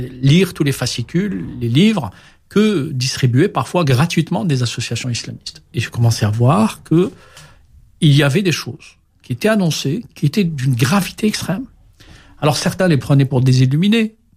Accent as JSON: {"language": "French", "town": "Algiers", "region": "Algiers Province", "country": "Algeria", "tie": "born or raised there", "said": "Quand j'étais en Algérie, oui, parce que, en fait, je suis né à Alger, tu l'as rappelé, et j'appartiens à une génération né au lendemain de l'indépendance de l'Algérie, donc dans les années 60."}